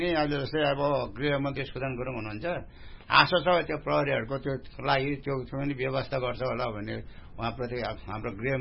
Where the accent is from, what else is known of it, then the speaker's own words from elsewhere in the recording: Gandaki Province, Nepal; born there; also born or lived in Singapore; now in Pokhara, Nepal; म मेरो जन्मभूमि गाउँ तान्चोक कोडगाउँ हाल बसोबास पोखरा बाग बजार